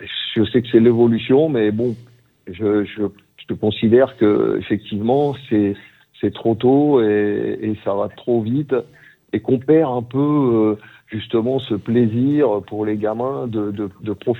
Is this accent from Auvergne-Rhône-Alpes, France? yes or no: no; Île-de-France, France; je connais très bien le Val-d'Oise, puisque je suis originaire moi-même du Val-d'Oise. Donc, j'ai joué dans les clubs de la région, Cosmo de Taverny, Saint-Prix, Hermonde